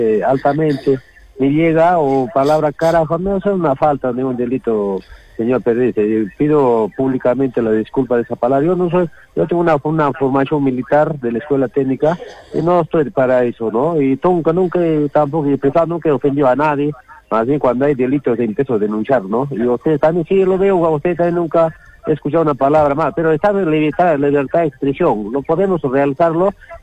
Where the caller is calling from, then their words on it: Chumbivilcas, Cusco, Peru; los músicos de mi tierra Chumbivilca